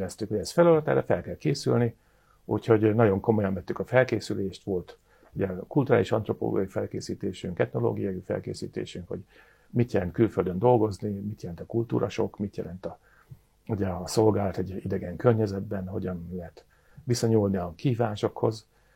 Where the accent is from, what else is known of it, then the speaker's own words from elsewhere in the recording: Hungary; moved away as an adult; also born or lived in Germany / Africa; magyarként Németországba kimentünk tanulni